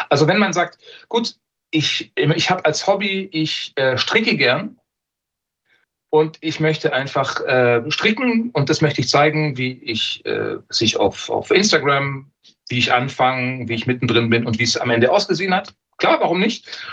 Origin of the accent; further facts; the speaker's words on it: Ravensburg, Baden-Württemberg, Germany; auch aus Ravensburg, meiner Heimat.